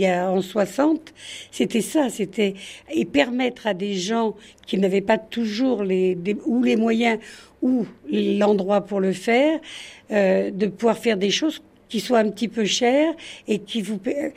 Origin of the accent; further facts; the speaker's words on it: Paris, Île-de-France, France; now in Île de Ré, France; moi, je suis parisienne